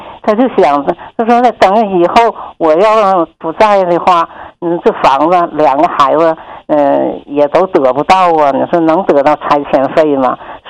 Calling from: Changchun, Jilin, China; 我是长春的

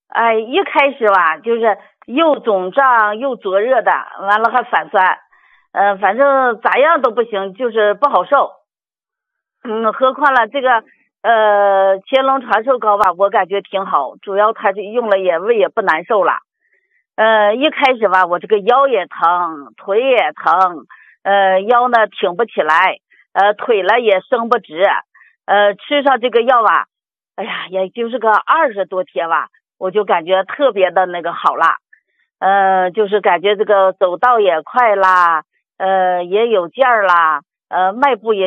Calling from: Datong, Shanxi, China; 啊，我是大同云州区的。

